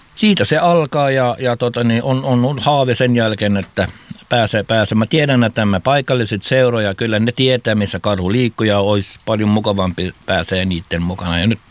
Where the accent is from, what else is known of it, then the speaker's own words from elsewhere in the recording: Pedersöre, Ostrobothnia, Finland; ja mä tuun Pedersöörestä.